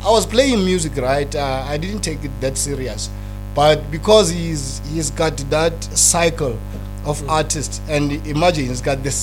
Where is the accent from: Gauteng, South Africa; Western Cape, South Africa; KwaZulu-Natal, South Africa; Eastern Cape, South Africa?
Gauteng, South Africa; Carletonville; I was born and raised here in Carltonville, man.